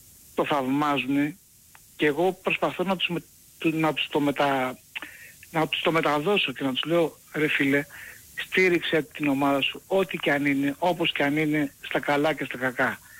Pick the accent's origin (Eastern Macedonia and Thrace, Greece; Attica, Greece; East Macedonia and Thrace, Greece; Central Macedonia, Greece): Attica, Greece; Paiania; είμαι από την Παιανία.